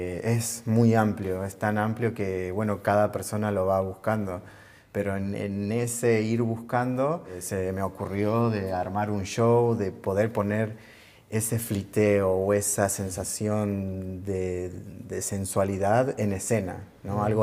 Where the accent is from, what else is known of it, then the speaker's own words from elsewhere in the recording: Santiago del Estero, Argentina; born there; moved away; also born or lived in Buenos Aires; yo como nací en Santiago del Estero, en el norte de Argentina, que es un poco más conservador, yo me fui de ahí a Buenos Aires por mi sueño de ser bailarín